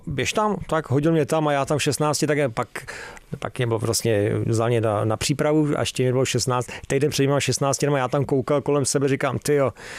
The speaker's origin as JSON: {"language": "Czech", "town": "Hradec Králové", "region": "Hradec Králové Region", "country": "Czechia", "tie": "born or raised there", "also_born_or_lived": "Havlíčkův Brod"}